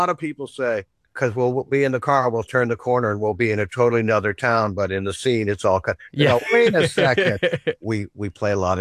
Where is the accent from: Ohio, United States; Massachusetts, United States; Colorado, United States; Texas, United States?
Massachusetts, United States; Dennis; we shot the rest of the movie in Dennis mostly, because I'm from Dennis.